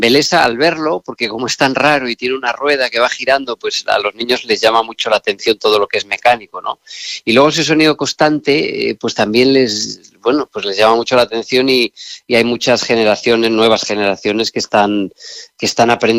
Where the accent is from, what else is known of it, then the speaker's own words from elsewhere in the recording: Castile and León, Spain; now in Galicia, Spain; nosotros llevamos muchos años ya pues en Galicia, yo viviendo en este caso porque soy de Castilla y León